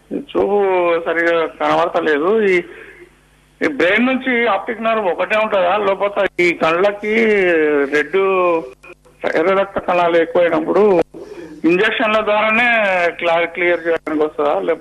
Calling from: Telangana, India; నేను రంగారెడ్డి జిల్లా నుంచి మాట్లాడుతున్నాను.

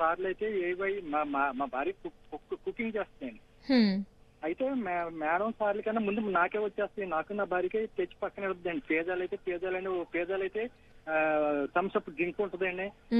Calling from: Hyderabad, Telangana, India; జూబీల్స్ నుంచి మాట్లాడుతున్నానండి.

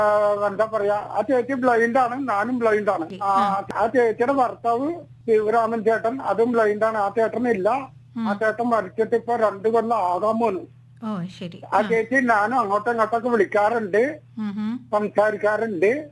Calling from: Kochi, Kerala, India; എന്റെ ഇവിടെ ഇവിടെ ആണ്, ഈ എളമുക്കരയിലാണ്

